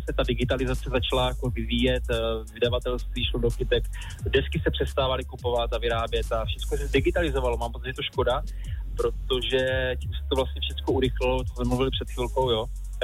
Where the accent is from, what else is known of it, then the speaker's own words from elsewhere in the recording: Moravia, Czechia; vzhledem tomu, že jsem z Moravy